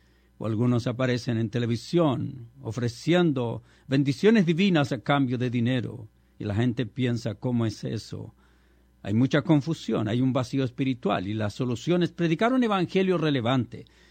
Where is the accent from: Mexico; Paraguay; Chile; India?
Chile